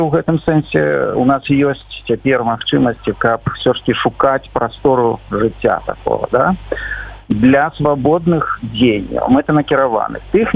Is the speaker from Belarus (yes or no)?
yes; Belarus; Тому що ми, білоруси, звичайно, так лічимо, що льос наш визначений